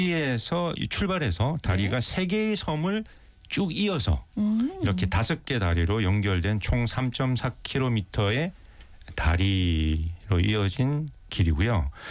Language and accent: Korean; Busan, South Korea; 아버지는 창선에서 나셨고 이제 부산으로 건너오셔서 제 개인적인 고향은 부산인데 어쨌든 어렸을 때 할아버지가 여기서 살고 계셨어요.